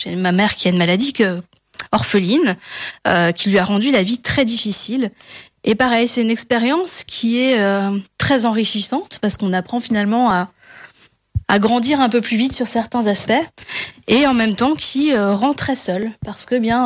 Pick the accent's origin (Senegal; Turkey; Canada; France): France; Grand Est; Je suis alsacienne, j'adore ma région, et j'avais envie un petit peu d'insister, de dire venez, on embarque en Alsace